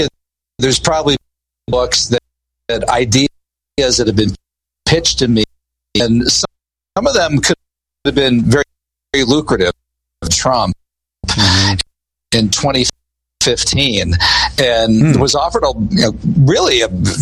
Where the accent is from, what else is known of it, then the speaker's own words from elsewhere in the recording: Butler, Pennsylvania, United States; I'm actually from Butler, Pennsylvania.